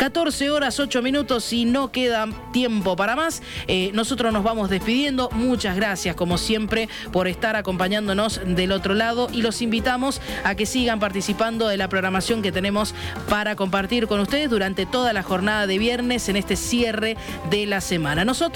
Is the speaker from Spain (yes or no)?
no; Argentina; como argentinos tenemos que estar preparados